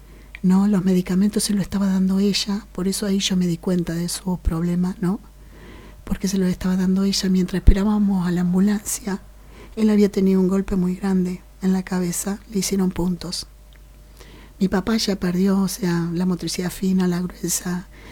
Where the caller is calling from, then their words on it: Neuquén, Argentina; Yo vivo en Neuquén